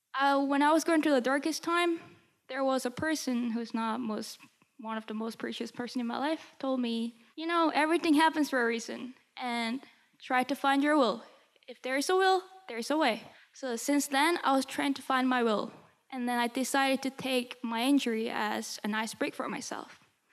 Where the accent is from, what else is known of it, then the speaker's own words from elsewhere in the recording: Atlanta, Georgia, United States; now in New York, United States; I'm 18 years old, violinist from Atlanta, Georgia. It says I'm from New York, but I go to school in New York, but I'm from Atlanta, Georgia.